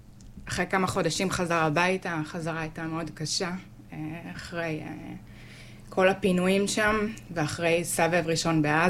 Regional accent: Nachshon, Central District, Israel; בת 40. נולדתי בקיבוץ נחשון ואני גר שם עד היום.

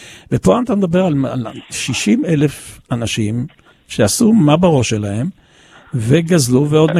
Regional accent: Jerusalem, Jerusalem District, Israel

